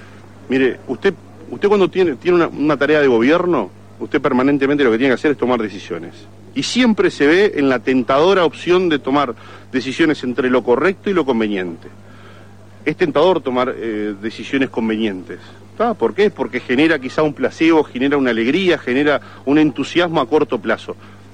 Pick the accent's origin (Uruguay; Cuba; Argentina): Uruguay